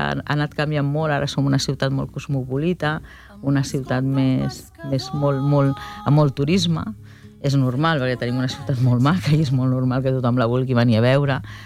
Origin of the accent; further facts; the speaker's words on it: Barcelona, Catalonia, Spain; A casa meva venim de la Barceloneta i jo vinc de família de tradició navegant